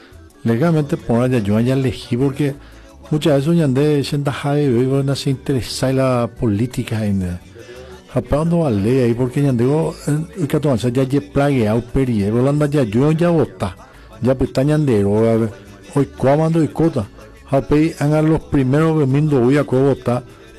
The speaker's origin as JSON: {"language": "Spanish", "country": "Paraguay", "said": "porque hoy contemos, todos somos paraguayos y necesitamos que haga una buena administración."}